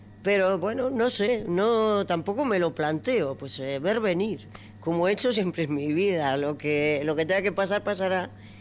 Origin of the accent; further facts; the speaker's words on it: Navarre, Spain; moved away as an adult; now in Vitoria, Spain; yo estoy en Vitoria desde los 20 años. Sí, bueno, soy navarra, pero bueno, soy vitoriana. Llevo más tiempo viviendo en Vitoria que en mi pueblo, aunque tengo allí la casa y voy al pueblo. Pero bueno, yo vivo aquí